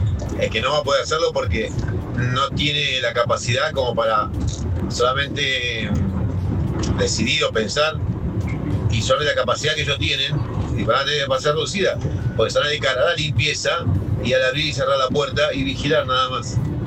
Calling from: Lanús, Buenos Aires Province, Argentina; de Lanús.

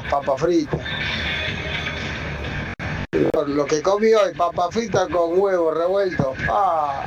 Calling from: Gregorio de Laferrere, Buenos Aires Province, Argentina; del 26 de la Ferrere.

